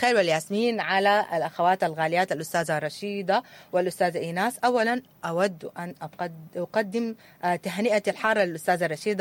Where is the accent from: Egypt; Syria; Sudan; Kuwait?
Sudan